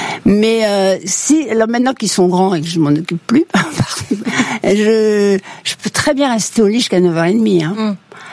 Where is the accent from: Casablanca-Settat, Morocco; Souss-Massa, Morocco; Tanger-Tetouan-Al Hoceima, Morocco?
Casablanca-Settat, Morocco; Casablanca; Et moi, je suis née au Maroc, vous savez.